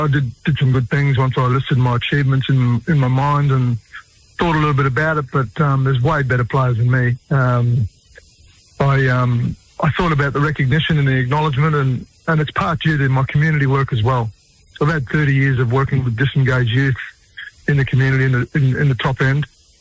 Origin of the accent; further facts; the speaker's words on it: Northern Territory, Australia; But I was actually born and raised on Larrakia country in the Northern Territory.